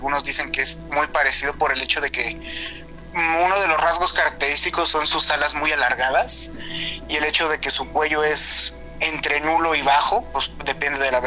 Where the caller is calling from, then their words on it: Amecameca, State of Mexico, Mexico; soy de, pues, por Amecameca, aquí por los volcanes.